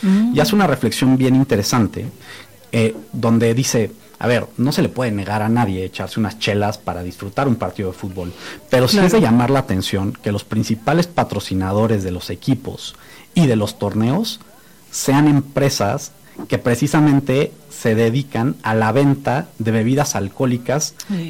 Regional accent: Mexico; toda esta euforia colectiva que hemos tenido como mexicanos

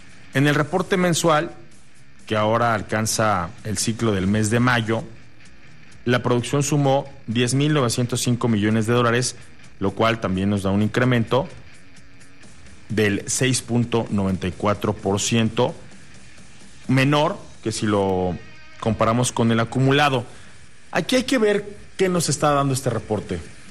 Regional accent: Mexico; a los mexicanos nos pone la piel de gallina

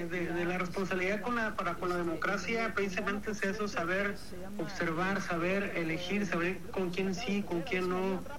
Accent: Mexico; now in Puerto Vallarta, Mexico

